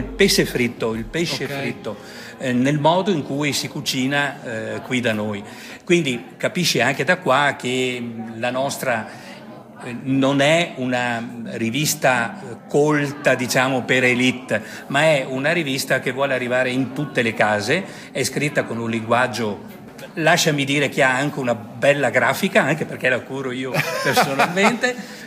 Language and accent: Italian; Adria, Veneto, Italy; io sono di Adria, quindi è a 30 chilometri, certo